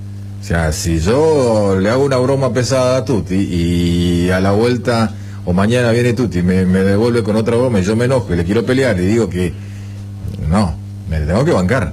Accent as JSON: {"language": "Spanish", "country": "Argentina", "said": "Somos complicados los argentinos"}